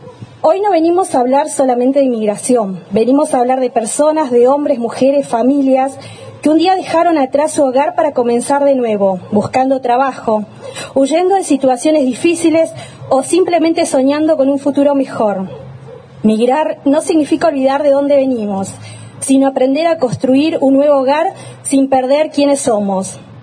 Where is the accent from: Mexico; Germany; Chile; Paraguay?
Paraguay; now in Argentina; Como colectividad paraguaya, reafirmamos nuestro compromiso de seguir unidos, de preservar nuestras raíces, de divulgar la riqueza de la cultura guaraní y de continuar construyendo una convivencia fraterna con toda la comunidad. Nuestras raíces nacieron en Paraguay